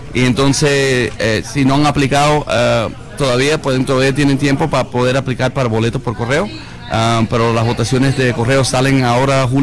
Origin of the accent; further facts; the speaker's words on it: Miami-Dade, Florida, United States; yo nacido y criado aquí en Miami-Dade, siempre.